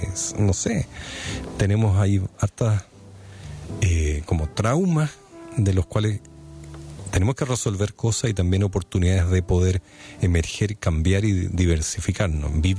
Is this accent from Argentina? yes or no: no; Chile